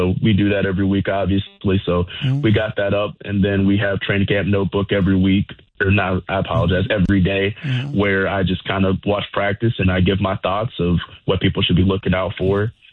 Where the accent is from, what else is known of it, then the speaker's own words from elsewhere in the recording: Alabama, United States; moved away; And obviously I'm from Alabama. I can take a little bit of heat. I like warm weather.